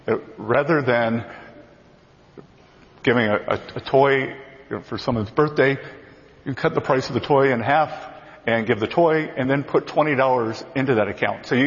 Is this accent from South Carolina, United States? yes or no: yes; South Carolina, United States; Look, I was a kid from South Carolina, a small town, and I was growing up, I just knew something bad happened on Wall Street in 1929.